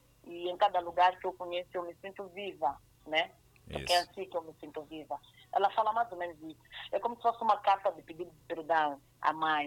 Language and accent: Portuguese; Massinga, Inhambane, Mozambique; de Massinga e um pai suabo da Zambeja Namakura em Michixine. Eu nasci em Massinga e cresci nos Vatongas.